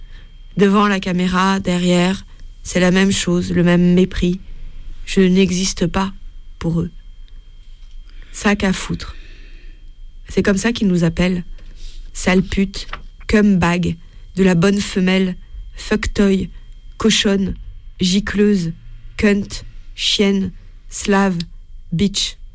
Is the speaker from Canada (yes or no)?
no; Netherlands; Je suis néerlandaise.